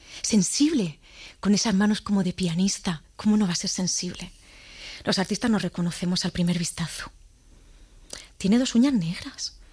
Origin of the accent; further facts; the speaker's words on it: Spain; Es rumano y por eso también hay gente que ahí … aunque yo soy española. O sea, seguramente nací aquí y además me adoptaron de pequeña.